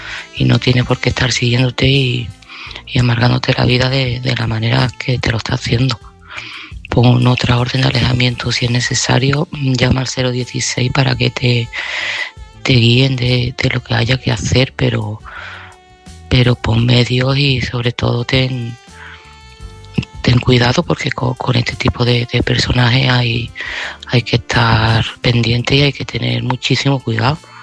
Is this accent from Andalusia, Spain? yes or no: yes; Seville, Andalusia, Spain; de Sevilla y este mensaje va para Ángeles.